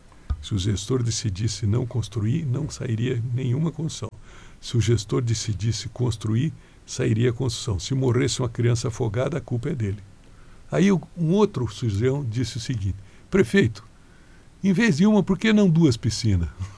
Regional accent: Urussanga, Santa Catarina, Brazil; É a minha terra natal.

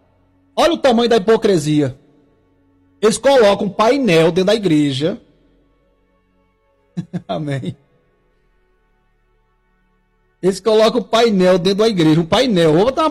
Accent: Tocantins, Brazil; No Nordeste, eu sou do Tocantins, no Nordeste, lá o povo, no Norte, né?

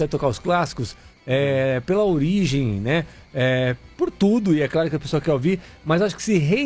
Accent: Araras, São Paulo, Brazil; lá da minha cidade de Araras, no interior de São Paulo.

